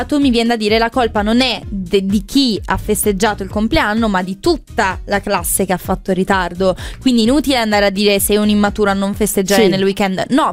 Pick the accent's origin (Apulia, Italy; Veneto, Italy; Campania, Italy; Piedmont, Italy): Apulia, Italy; born there; Io invece mi ricordo che nella mia scuola in Puglia abbiamo sempre fatto fino al sabato.